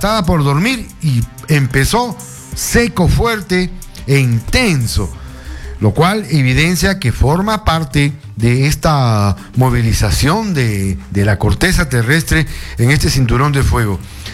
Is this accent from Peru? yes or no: yes; Peru; Así somos los peruanos